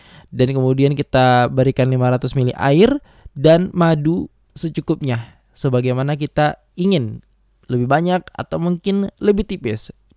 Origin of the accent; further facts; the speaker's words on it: East Kolaka, Southeast Sulawesi, Indonesia; moved away; kalau di kampung saya di Kolaka Timur juga itu banyak orang-orang Sunda.